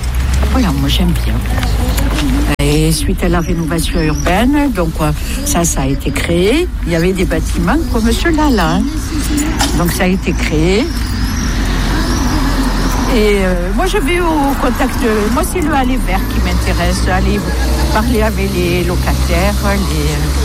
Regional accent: Cellier, France; J'ai supplié mon mari de revenir sur Montauban, et moi j'ai atterri à Cellier, là où j'ai grandi avec mes parents et mes frères et sœurs.

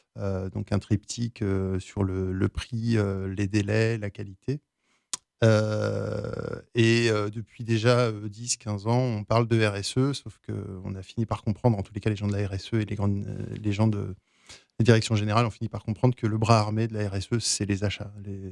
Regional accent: Brittany, France

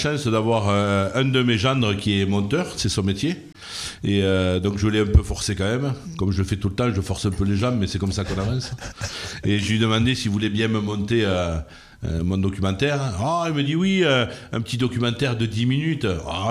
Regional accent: Saint-Gaudens, Occitanie, France; moi je suis un Comminges. Ouais. Je suis né à Saint-Gaudens. J'ai quasiment toujours vécu ici

